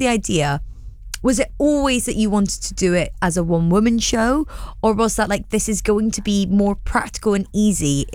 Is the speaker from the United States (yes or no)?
no; Edinburgh, Scotland, United Kingdom; I grew up in Edinburgh, so I grew up with the Fringe happening every year.